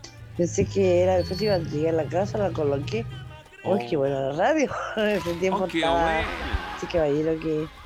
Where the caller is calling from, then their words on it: Quilpué, Valparaíso, Chile; de Quilpué.